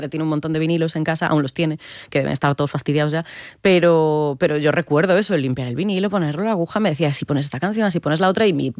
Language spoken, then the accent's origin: Spanish; Galicia, Spain; Y la verdad es que yo soy muy gallega en ese sentido y no lo he negado nunca y me encanta Galicia y por eso nunca nos hemos ido de allí, ¿no?